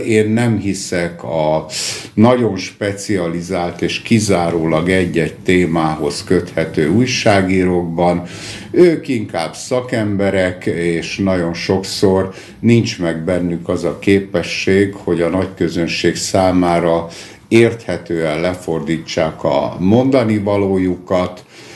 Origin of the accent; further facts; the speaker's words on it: Mohács, Baranya, Hungary; born there; also born or lived in Moscow, Russia; Mohácson születtem, tehát vegyük úgy, hogy mohácsi, de miután 17 évet éltem Moszkvában, először azt mondták, hogy a mazohista, aztán azt mondták, hogy a moszkvai.